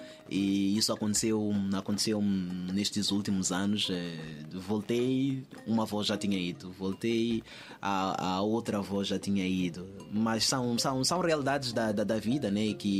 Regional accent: Mozambique; Eu sou moçambicano, eu falo assim, sempre cresci assim.

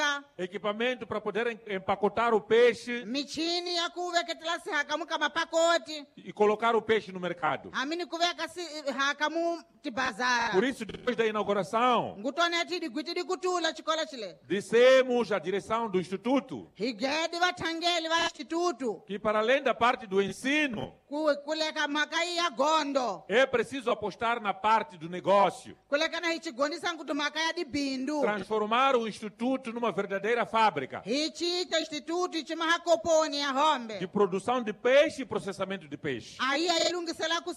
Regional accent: Mozambique; Todos nós, como moçambicanos

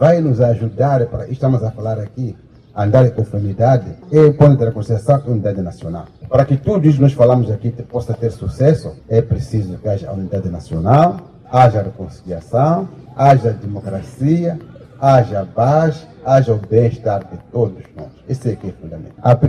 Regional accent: Mozambique

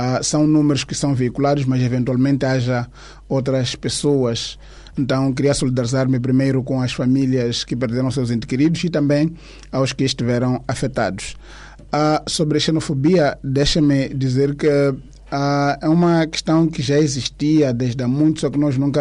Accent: Mozambique; Nós, como moçambicanos

